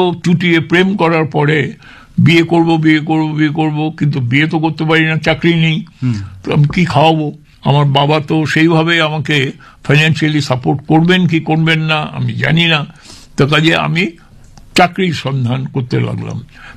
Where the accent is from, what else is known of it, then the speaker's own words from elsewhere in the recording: Bikrampur, Dhaka Division, Bangladesh; moved away; also born or lived in Kolkata, India; আমার জন্ম হয়েছিল কলকাতায়, কিন্তু আমার শৈশব কেটেছিল পূর্ব বাংলার ঢাকা জেলার বিক্রমপুরে।